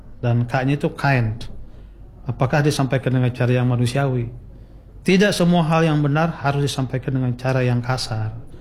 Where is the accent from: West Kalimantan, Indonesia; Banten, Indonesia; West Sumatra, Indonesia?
Banten, Indonesia; saya sebagai orang Banten, yang besar di Banten, bisa membedakan dah. Saya pernah kuliah di kota besar di Bandung, di Jakarta.